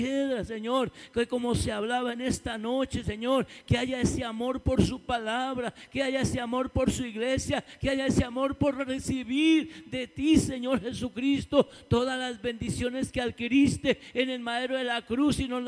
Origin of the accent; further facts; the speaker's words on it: Colombia; mi país, Colombia